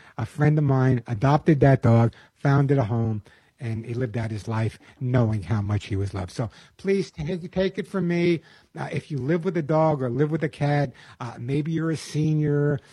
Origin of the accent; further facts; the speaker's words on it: New York, United States; accent: New York; Although I did lose my New York accent.